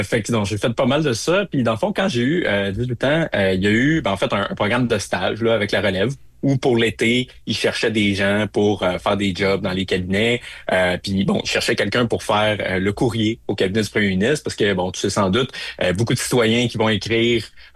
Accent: Quebec City, Quebec, Canada; Bon, moi je viens de Québec, ça me dérange pas

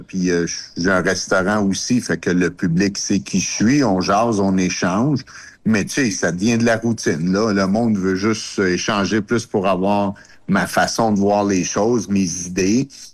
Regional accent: Laval, Quebec, Canada; born there; also born or lived in Montreal

